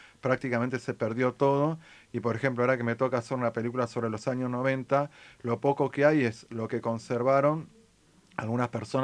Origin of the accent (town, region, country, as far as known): Argentina